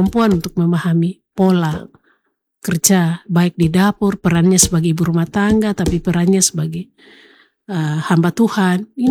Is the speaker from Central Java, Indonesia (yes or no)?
no; Papua, Indonesia; Terutama anak-anak kita, orang asli Papua.